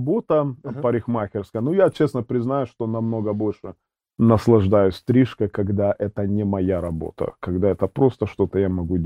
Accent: Mariupol, Donetsk Oblast, Ukraine; Родился я на Украине, город Мариуполь. Наверное, будет даже точнее сказать Донецкая область.

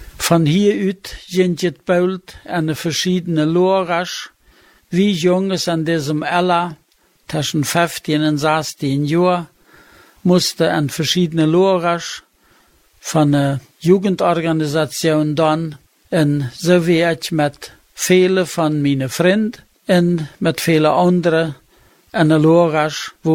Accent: Pyatykhatky, Dnipropetrovsk Oblast, Ukraine; Ich bin Pietschichatka in der Ukraine geboren. Sie dort abgewachsen und habe dort gelebt bei der deutschen Truppe.

